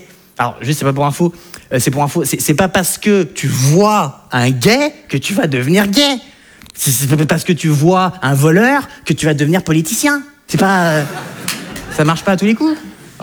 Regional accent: France

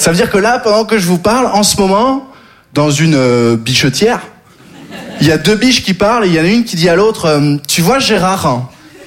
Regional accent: Occitanie, France; Je viens du Sud, j'ai grandi dans le Gard.

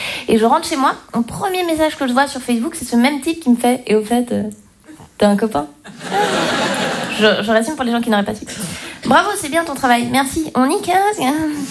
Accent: Romandy, Switzerland; Donc moi je viens de Suisse romande, chez moi on parle français, mais en même temps on n'a pas la même psychologie que les Français.

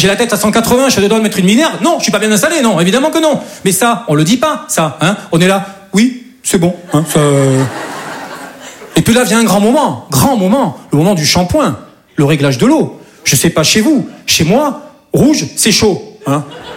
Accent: Southern France, France; now in Paris, France

